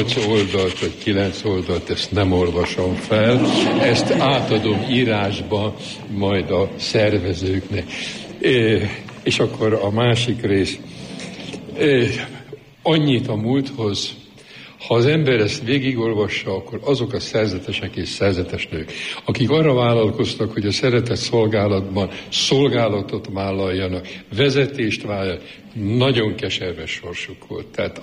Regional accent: Sopron, Győr-Moson-Sopron, Hungary; Soproni vagyok, 500 méterre a bencés templom, én 4 éves korom óta a bencés templomnak a kisminisztrása voltam

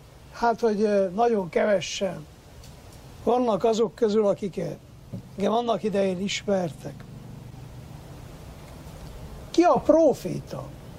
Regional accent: Harghita, Romania; moved away; én is hazajöttem, ugye én itt nőttem fel Csíkban

